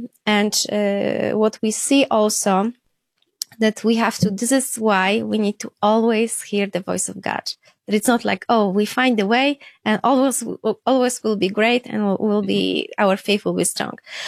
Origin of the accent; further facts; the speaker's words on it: Lesser Poland, Poland; English is a second language; I am from south of Poland. I am like hour from Krakow.